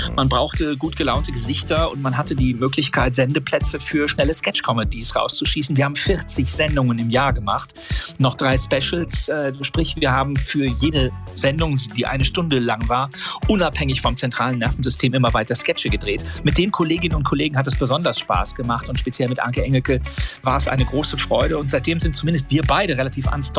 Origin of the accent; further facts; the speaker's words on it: Bonn, North Rhine-Westphalia, Germany; Ich bin in Bonn groß geworden, im Einzugsgebiet des Westdeutschen Rundfunks